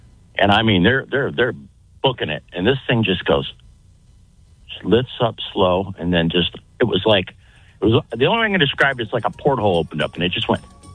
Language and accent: English; Sarasota, Florida, United States; I was 12 years old in like 1976, growing up in Sarasota, Florida.